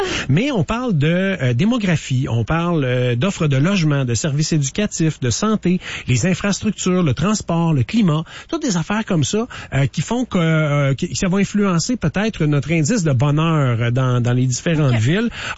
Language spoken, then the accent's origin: French; Quebec, Canada; now in Saguenay, Canada; Moi, je viens de l'Estrie, là. Fait que j'ai des montagnes, hein, ouais. Puis des lacs. Je vis au Saguenay-Lac-Saint-Jean depuis presque 35 ans.